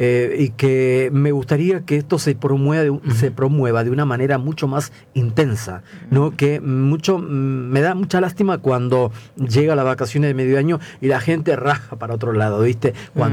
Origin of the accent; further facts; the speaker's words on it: Peru; now in Argentina; a mí me pasa cuando yo me voy a mi país, lo extraño, Rosario.